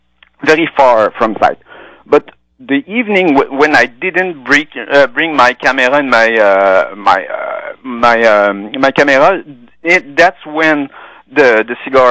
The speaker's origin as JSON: {"language": "English", "region": "Quebec", "country": "Canada", "accent": "French", "second_language": "English", "said": "I apologize for my French accent. I'm from Quebec."}